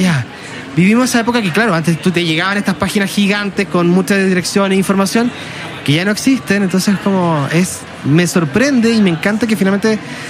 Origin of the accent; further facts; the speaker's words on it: Chile; nosotros los chilenos hablamos rápido y mal, tengo que decirlo. Yo soy el peor, yo puedo hablar muy rápido.